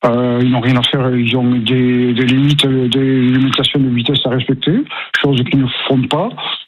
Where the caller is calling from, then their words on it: Toulouse, Occitanie, France; Ah, moi, je suis à Toulouse.